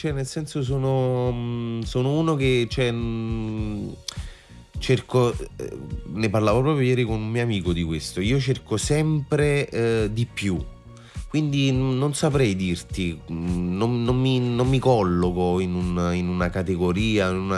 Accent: Naples, Campania, Italy

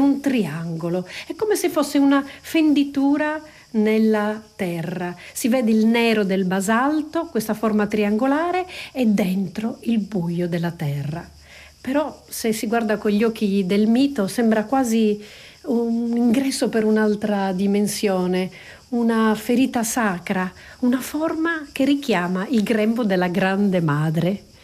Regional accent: Sardinia, Italy; Siamo nel centro della Sardegna, la mia terra

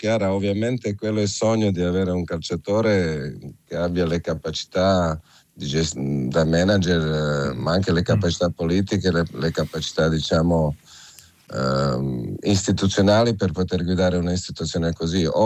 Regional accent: Croatia; Italian is a second language; moved away; also born or lived in Italy; sono croato

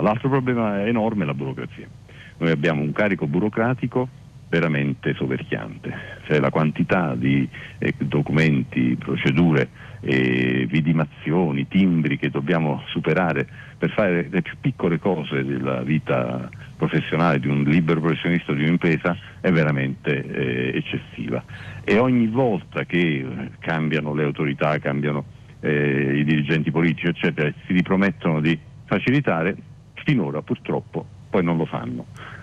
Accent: Naples, Campania, Italy; io sono napoletano di origine, c'è un bellissimo proverbio che afferma

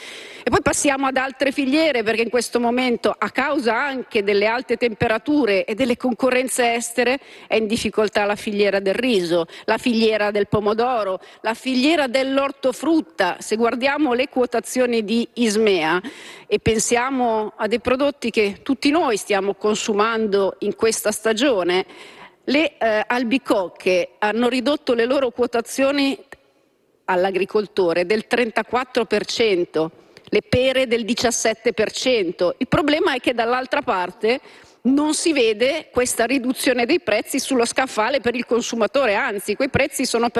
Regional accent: Lombardy, Italy; io vengo dalla Lombardia

